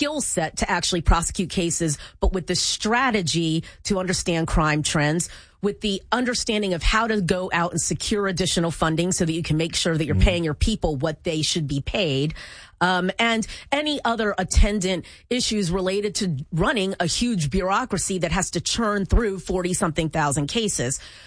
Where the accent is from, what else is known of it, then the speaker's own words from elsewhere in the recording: Columbia, Maryland, United States; So I am from Columbia, Maryland, here, here, and that's actually in Howard County. And my parents actually settled in Howard County